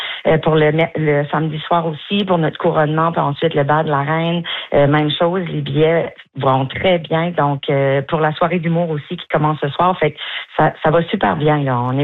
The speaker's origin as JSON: {"language": "French", "town": "Maisonnette", "region": "New Brunswick", "country": "Canada", "tie": "born there", "said": "Définitivement, c'est ma région, Maisonnette. Je suis née à Maisonnette. J'ai Maisonnette dans le cœur."}